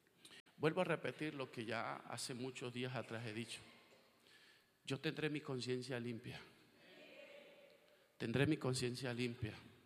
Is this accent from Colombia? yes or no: yes; La Guajira, Colombia; mi Guajira, mi tierra